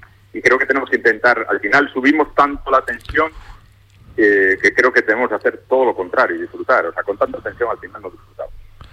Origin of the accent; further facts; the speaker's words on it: A Coruña, Galicia, Spain; yo soy de Galicia.